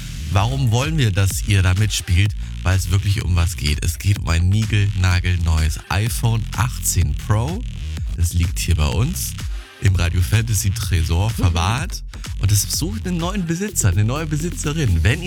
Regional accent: Bavaria, Germany; Gestern Gina Maria aus Graben bei Untermeitingen in meiner Heimat.

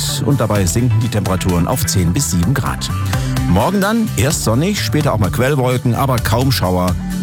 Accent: Thuringia, Germany; als waschechter Thüringer kann ich nur sagen, wir können echt stolz sein auf Thüringen

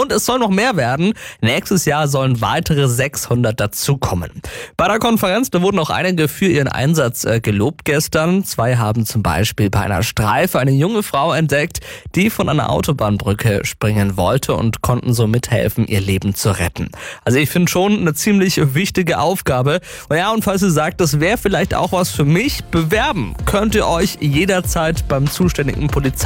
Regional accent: Feucht, Bavaria, Germany; Leute, ich komme ja aus Feucht

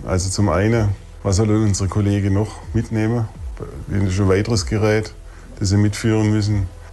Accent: Baden-Württemberg, Germany; Landschaftlich ist es genauso schön wie bei mir im Schwarzwald. Ich komme ja aus dem Schwarzwald

